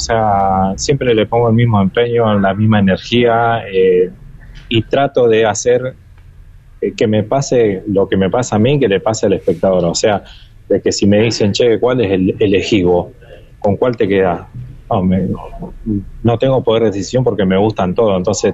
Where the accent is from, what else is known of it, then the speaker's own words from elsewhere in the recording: Rosario, Santa Fe, Argentina; Sí, bueno, yo soy de la zona, hoy estoy acá de Barrio Saladillo